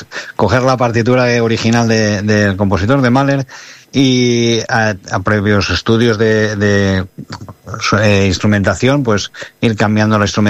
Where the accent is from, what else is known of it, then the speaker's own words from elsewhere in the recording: Valencia, Valencian Community, Spain; yo me crié aquí en Valencia tocando en bandas